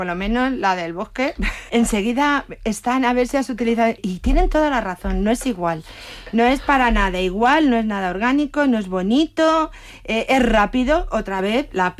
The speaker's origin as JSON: {"language": "Spanish", "region": "Extremadura", "country": "Spain", "tie": "born or raised there", "moved": "yes", "said": "yo soy extremeña, cuando voy para mi pueblo, para Badajoz o para Oliva de Mérida"}